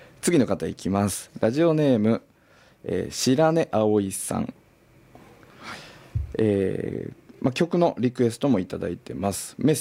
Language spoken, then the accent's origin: Japanese; Nagoya, Aichi, Japan; 地元の名古屋の動物園にも爬虫類館があり、毒を持っているカエルが本当に毒々しい色をしているのが面白くて長い時間観察し続けたこともあります。